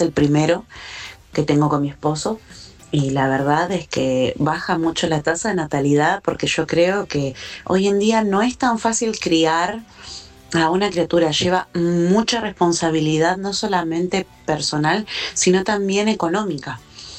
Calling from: San Francisco Solano, Buenos Aires Province, Argentina; tengo 30 años y soy de San Francisco Solano

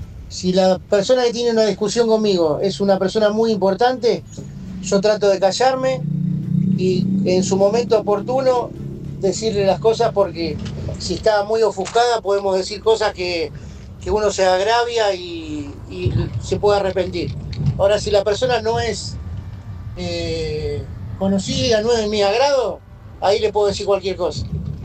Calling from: Castelar, Buenos Aires Province, Argentina; de Castelar

